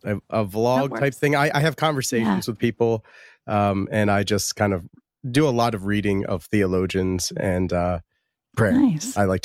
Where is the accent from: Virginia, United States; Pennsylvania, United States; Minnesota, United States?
Pennsylvania, United States; Harrisburg; born there; I was born in Harrisburg, and I was raised a Methodist. And I was baptized that way when I was about 6 months old.